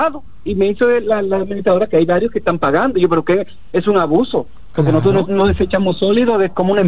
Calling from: Santo Domingo, Dominican Republic

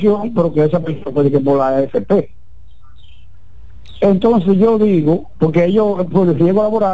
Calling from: Moca, Espaillat, Dominican Republic; desde Moca.

